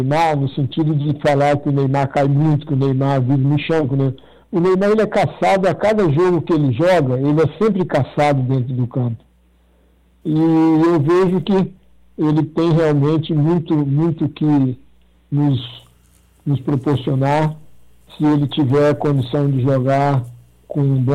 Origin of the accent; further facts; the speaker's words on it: Ceará, Brazil; E é isso que eu, como cearense e como e bairrista como eu sou